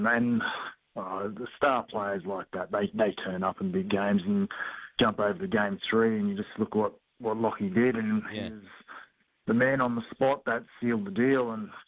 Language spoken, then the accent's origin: English; Herbert, Saskatchewan, Canada